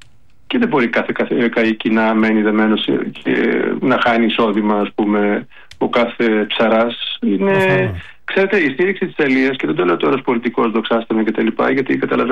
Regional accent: Thessaloniki, Central Macedonia, Greece; Που εγώ που κατάγομαι από τη Θεσσαλονίκη, γεννήθηκε και μεγάλωσα εκεί, υπάρχει και προσωπική, έτσι.

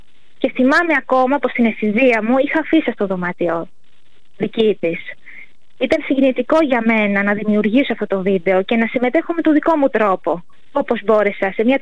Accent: Patras, Western Greece, Greece; που είμαι και εγώ από την Πάτρα.

